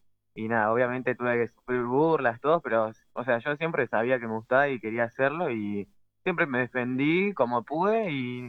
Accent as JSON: {"language": "Spanish", "town": "Ciudad Evita", "region": "Buenos Aires Province", "country": "Argentina", "said": "yo soy de Ciudad Evita de La Matanza, pero en el barrio de mi abuela, Isidro Casanova"}